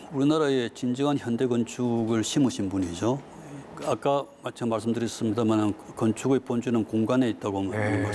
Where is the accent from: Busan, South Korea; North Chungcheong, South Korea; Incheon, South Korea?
Busan, South Korea; 부산으로까지 피난 가서 거기서 태어났습니다.